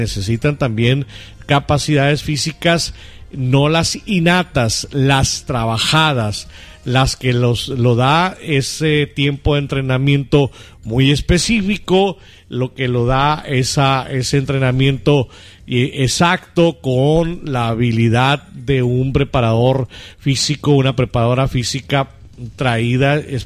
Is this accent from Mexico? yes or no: yes; Mexico; a quienes vivimos en este país, a quienes somos mexicanos, mexicanas.